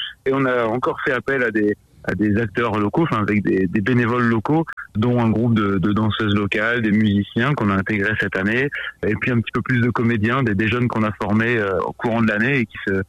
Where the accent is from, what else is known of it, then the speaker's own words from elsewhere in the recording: Lille, Hauts-de-France, France; now in Lourdes, France; On a déménagé à Lourdes il y a 4 ans, une compagnie, on vient de Lille